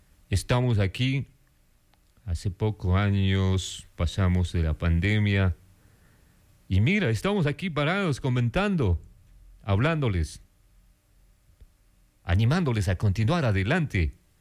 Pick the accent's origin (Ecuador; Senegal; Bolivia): Ecuador; nosotros como ecuatorianos estamos a la expectativa y estamos esperanzados por usted.